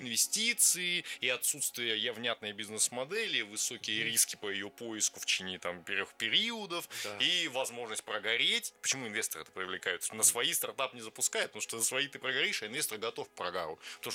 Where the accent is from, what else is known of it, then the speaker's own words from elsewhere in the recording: Sakha Republic, Russia; Я сам родился и вырос в Якутии, да, во мне что-то якутская кровь.